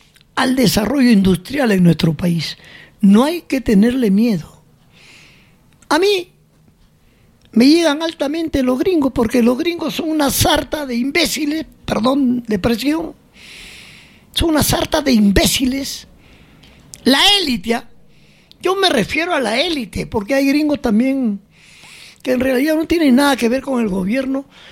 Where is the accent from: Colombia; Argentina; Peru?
Peru